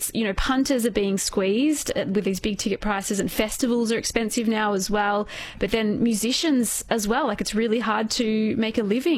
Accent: Victoria, Australia; I went to that when I was growing up in Gippsland.

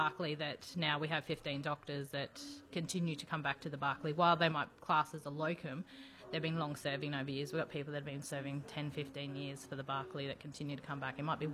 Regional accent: Northern Territory, Australia; working in my hometown

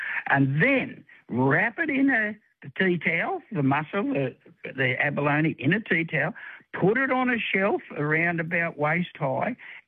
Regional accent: Tweed Heads, New South Wales, Australia; now in Fingal Bay, Australia; I come from Tweed Heads, which is too warm.

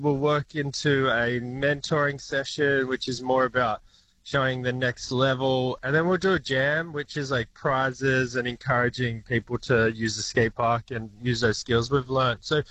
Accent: Leeton, New South Wales, Australia; I grew up in Leeton and we didn't have a skate park.

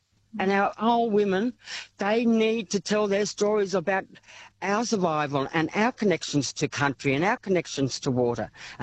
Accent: Moree, New South Wales, Australia; As a young girl here in Moree, well, I could say a little girl growing up in Moree, with my aunties and mother and grandmothers, I seen them, how they used to carry water.

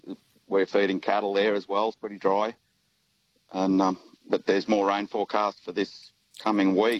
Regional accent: Gunnedah, New South Wales, Australia; Oh, I'm from over Gunnedah way.

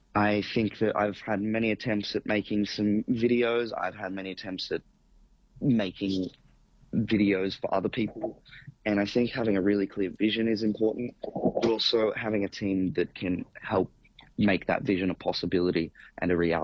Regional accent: Sydney, New South Wales, Australia; I'm a pop artist. I'm from Sydney, Australia.

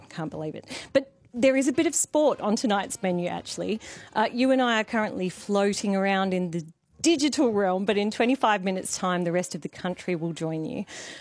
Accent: Perth, Western Australia, Australia; I'm a presenter from Perth

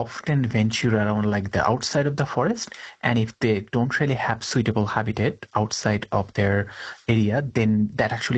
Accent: Dhaka, Dhaka Division, Bangladesh; English is a second language; moved away as an adult; So I'm originally from Bangladesh, and like when I was doing my undergrad, there were like a lot of green space

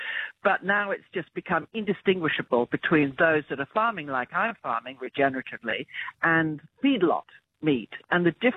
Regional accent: England, United Kingdom; now in Australia; I grew up in England, so I didn't grow up particularly with skincare protocols, so I'm not the best at looking after my skin.

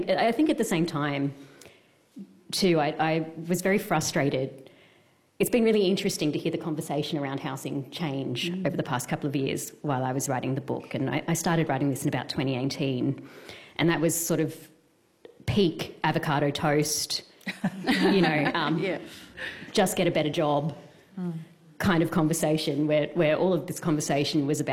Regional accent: Sydney, New South Wales, Australia; I've been a long-term renter for a very long time, and I am from Sydney, which is sort of the epicenter of the housing crisis, if you like.

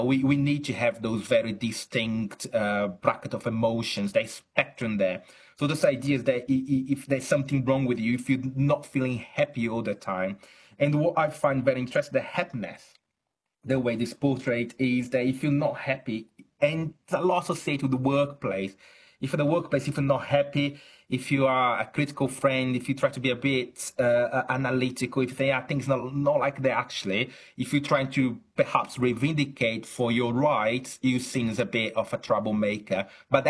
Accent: Brazil; now in Chichester, United Kingdom; Now, I think, I'm originally from Brazil, although I'm academic in at the University of Chichester in the UK. I see a lot of that also in Brazil.

